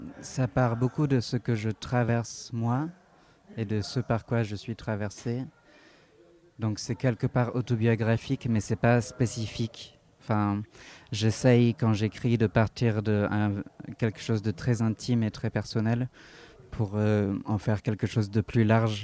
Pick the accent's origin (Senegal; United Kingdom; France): United Kingdom; first language English; French is a second language; C'est en anglais. Je suis d'origine anglaise et écossaise. Et j'écris tout en anglais, qui est ma langue maternelle.